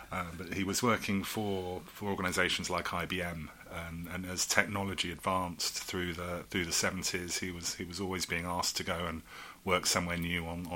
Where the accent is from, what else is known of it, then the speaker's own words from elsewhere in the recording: Beverley, Yorkshire and the Humber, United Kingdom; born there; also born or lived in Derbyshire / Ashford, Kent; So I was born in Yorkshire, in a hospital in Beverley. We didn't stay in Yorkshire too long. We moved around quite a lot as a family. So moved to Derbyshire and went to preschool there, and we found ourselves in Ashford in Kent